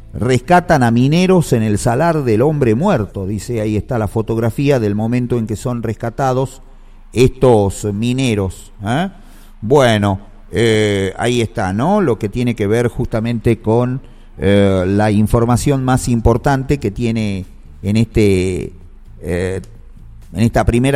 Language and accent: Spanish; Argentina; Así somos de tontos los argentinos a veces, ¿eh?